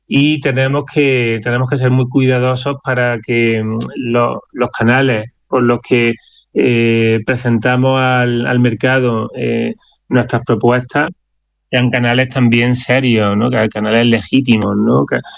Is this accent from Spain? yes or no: yes; Córdoba, Andalusia, Spain; Yo, claro, también soy de Córdoba y seguía muy de cerca desde hacía años la ingente labor de Manuel Pimentel